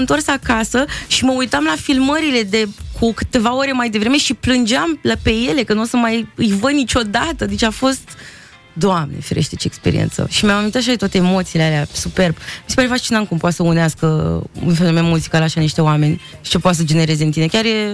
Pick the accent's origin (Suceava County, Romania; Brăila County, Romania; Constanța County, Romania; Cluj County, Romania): Constanța County, Romania; Constanța; now in Bucharest, Romania; Eu încă stăteam în Constanța, de unde sunt eu atunci, că eram mică.